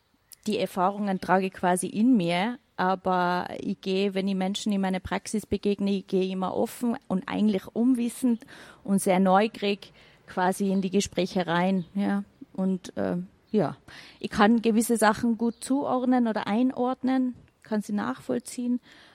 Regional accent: Iran; now in Austria; Also ich bin im Iran geboren und aufgewachsen, lebe schon seit vielen Jahren hier.

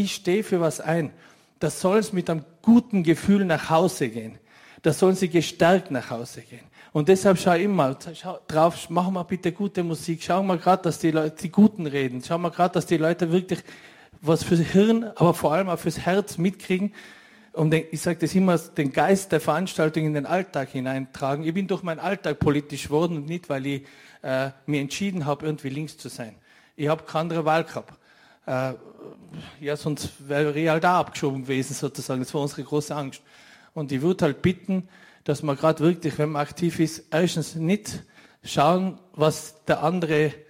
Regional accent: Austria; bin ich extra in Uniform hin, habe ich gesagt, schau, ich bin Österreicher.

